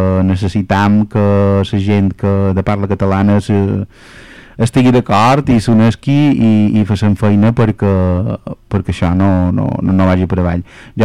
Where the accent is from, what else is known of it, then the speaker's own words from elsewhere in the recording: Mallorca, Balearic Islands, Spain; accent: Mallorcan; venim des català, que som mallorquí, que parlem mallorquí